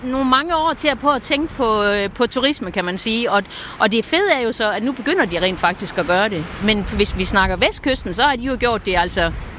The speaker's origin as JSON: {"language": "Danish", "town": "Vejle", "region": "Region of Southern Denmark", "country": "Denmark", "said": "Jamen, jeg er selv fra Vejle A, som vi siger i Vejle. Vejle A. Jeg kommer ned fra et område, et trekantsområde"}